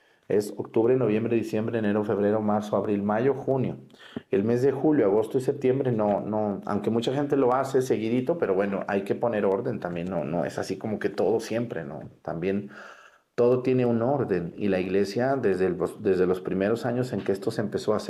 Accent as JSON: {"language": "Spanish", "town": "Mexticacán", "region": "Jalisco", "country": "Mexico", "tie": "born or raised there", "said": "y allá en mi pueblo, en Mexticacán, unas personas pues me ayudaron"}